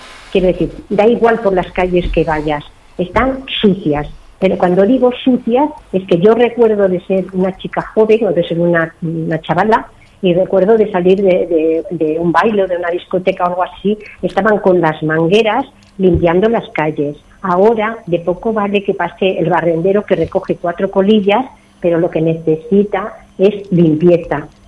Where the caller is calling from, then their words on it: León, Castile and León, Spain; Como leonesa me da mucha pena